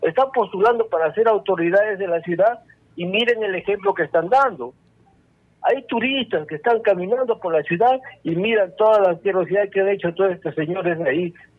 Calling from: Arequipa, Peru; yo vivo en Cerro Alegre

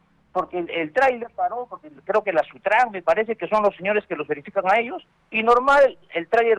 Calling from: La Joya, Arequipa, Peru; yo soy de La Joya

